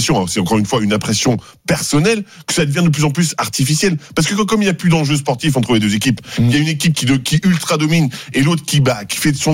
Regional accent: Limoges, Nouvelle-Aquitaine, France; Je suis de Limoges.

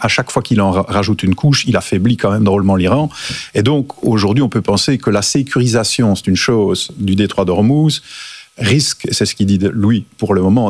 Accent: Belgium; moi, en tant que Belge

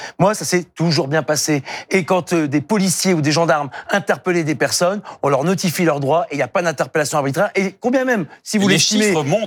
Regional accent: Hauts-de-France, France; comme on dit chez moi dans le Nord.

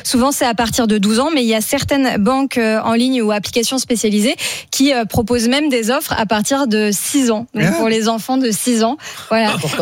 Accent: Normandy, France; Ça tombe bien, je suis normande.

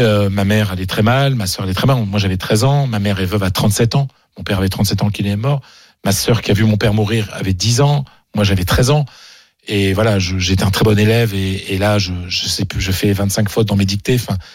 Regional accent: Hauts-de-France, France; moi, je viens d'un petit village du Pas-de-Calais, une famille modeste.

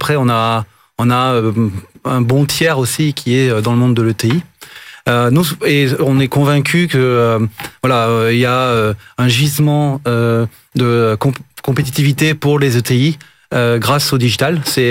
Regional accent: Toulouse, Occitanie, France; je suis de Toulouse

